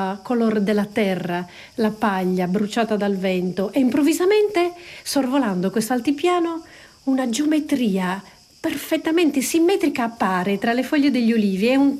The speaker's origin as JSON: {"language": "Italian", "region": "Sardinia", "country": "Italy", "said": "Siamo nel centro della Sardegna, la mia terra"}